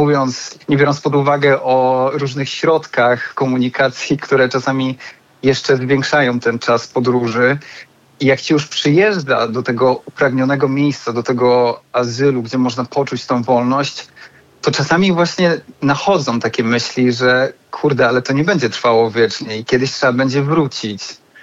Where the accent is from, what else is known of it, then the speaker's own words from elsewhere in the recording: Wrocław, Lower Silesian Voivodeship, Poland; born there; Urodziłem się we Wrocławiu i zawsze jeździłem na wakacje właśnie na północ